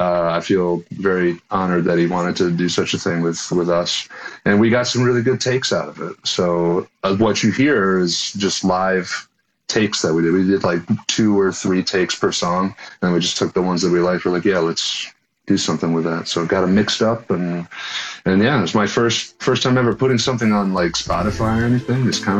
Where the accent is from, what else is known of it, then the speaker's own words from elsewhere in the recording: New York, United States; moved away as an adult; now in Chicago, United States; usually say Rochester because I'm really from a small town, like 30 minutes east. But yeah, Rochester area is where I'm from and call home still.